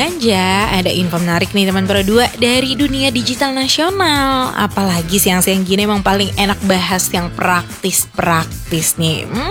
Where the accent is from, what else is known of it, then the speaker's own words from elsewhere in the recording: Jakarta, Indonesia; Dan apalagi di Jakarta gitu ya, aku kan dari Jakarta gitu.